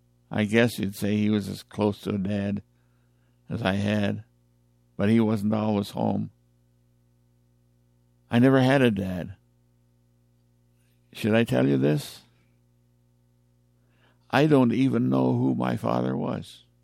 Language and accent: English; Ontario, Canada; also born or lived in Buffalo, New York; Buffalo, New York, 84 years ago. At the age of 8 months, I was taken down to the Six Nations Reservation near Brantford, Ontario, and handed over to my grandmother, who raised me.